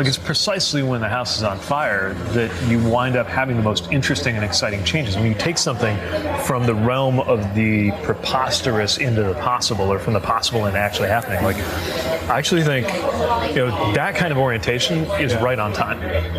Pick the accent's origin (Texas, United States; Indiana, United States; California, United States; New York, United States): Indiana, United States; I mean, first of all, I'm gay and I'm from Indiana